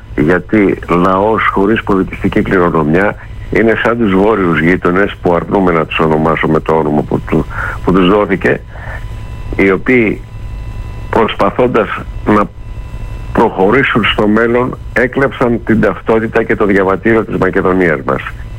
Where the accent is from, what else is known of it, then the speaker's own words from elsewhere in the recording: Greece; also born or lived in West Berlin; Όταν ακούγαν ότι είμαι Έλληνας